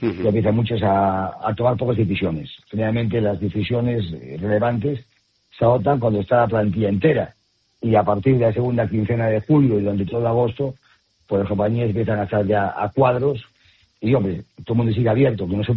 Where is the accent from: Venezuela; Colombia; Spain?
Spain; Galicia; somos muy gallegos